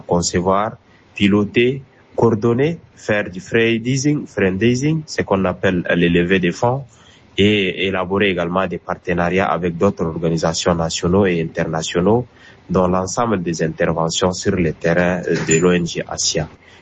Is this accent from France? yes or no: no; Mongo, Guéra, Chad; moved away as an adult; je suis originaire de Mongo, où j'ai obtenu mon baccalauréat série D au lycée de Mongo.